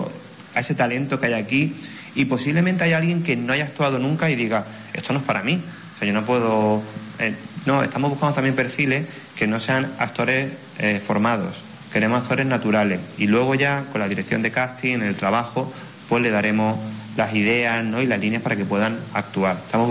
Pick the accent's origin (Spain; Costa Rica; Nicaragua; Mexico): Spain; Málaga, Andalusia; born there; also born or lived in Ceuta; yo nací en Ceuta, vivo en Málaga desde niño